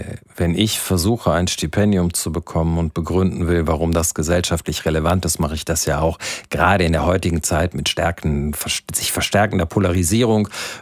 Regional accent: Rhineland, Germany; Wir sind halt Rheinländer.

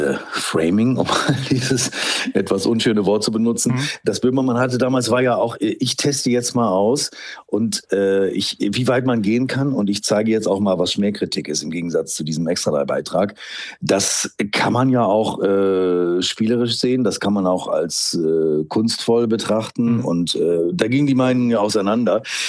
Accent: Rhineland, Germany; Alle verorten mich in Hamburg, aber ich bin Rheinländer

